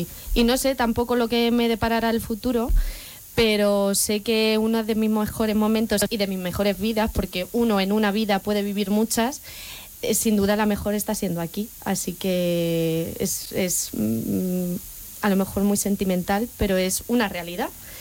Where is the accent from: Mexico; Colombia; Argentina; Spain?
Spain; Castilla-La Mancha; moved away as an adult; now in Toledo, Spain; yo es que no soy de Toledo capital, ciudad, pero soy de un pueblecito de nada, 15 minutitos, 20, no ves. Y me vine hace 4 años porque, bueno, situaciones laborales